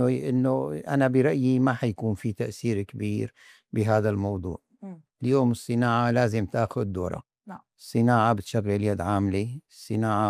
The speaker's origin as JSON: {"language": "Arabic", "country": "Syria", "said": "ت لم تكن تنتج عندنا في سوريا."}